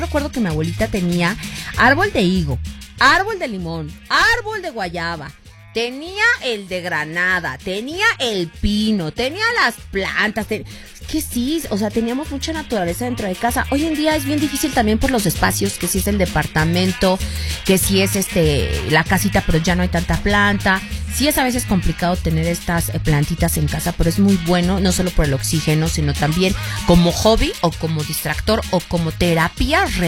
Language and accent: Spanish; Mexico; Al Ritmo del Sabor. Como buenos mexicanos, de verdad somos bien planteros.